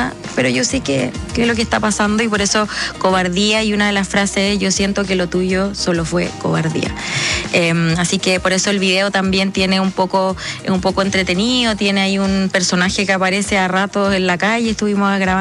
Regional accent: Arica, Arica y Parinacota, Chile; now in Santiago, Chile; habla un poco de Arica, del lugar de donde vengo, y este disco se ha ido creando, ha ido naciendo a raíz de también de que cumplí ya casi 12 años aquí en Santiago desde que me vine

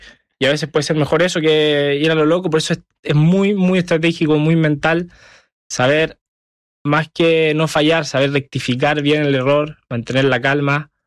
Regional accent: Chile

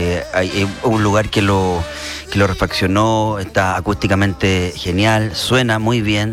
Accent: Valparaíso, Chile; nosotros somos de acá, somos de Valparaíso, pero hace como 3 años que no tocábamos aquí en Valparaíso.

